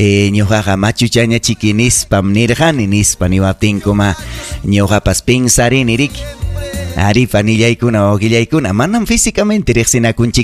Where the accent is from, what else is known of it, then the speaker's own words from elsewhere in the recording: Huancavelica, Peru; now in Huancayo, Peru; Dios les bendiga en gran manera desde Huancayo, por ahora yo soy de Huancavelica.